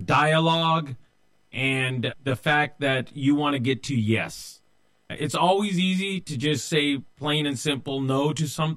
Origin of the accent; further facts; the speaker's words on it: Modesto, California, United States; Both me and my brother went to public schools here in Modesto, born and raised in Modesto.